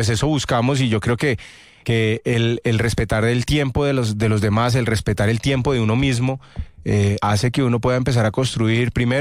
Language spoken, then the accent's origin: Spanish; Bogotá, Colombia; also born or lived in other parts of Colombia / abroad; pero soy bogotano 100%, Rolo. Nacido aquí en Bogotá.